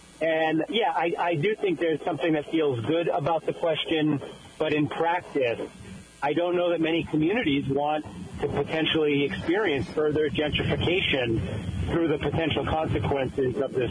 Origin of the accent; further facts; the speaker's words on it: Fall River, Massachusetts, United States; I grew up in Fall River, so I know Bristol County very well.